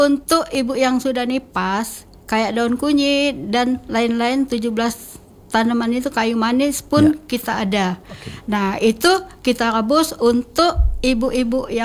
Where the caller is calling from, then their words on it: Palembang, South Sumatra, Indonesia; Saya dari Kelurahan Plaju Ulu, Kecamatan Plaju, Puskesmas Plaju.